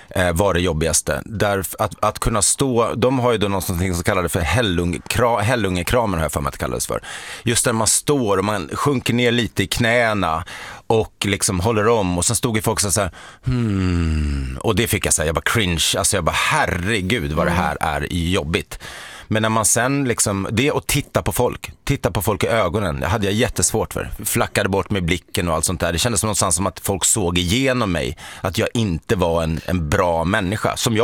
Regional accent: Sweden; Ja, men nysvenskar eller vad man vill kalla det för, och vi är gamla svenskar sådär.

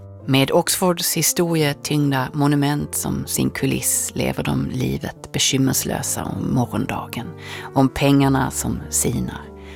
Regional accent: Lund, Skåne, Sweden; Jag är från Lund själv och van vid den sortens inhemska lite studentikosa traditioner, dubbelkvartar och så vidare.

